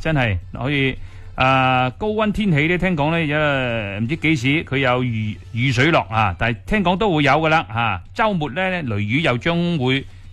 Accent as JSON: {"language": "Cantonese", "region": "Guangdong", "country": "China"}